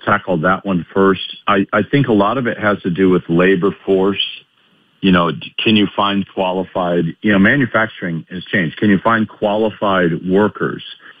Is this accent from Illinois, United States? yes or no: yes; Illinois, United States; I grew up in Illinois where Caterpillar was, and I just remember watching union workers striking all the time.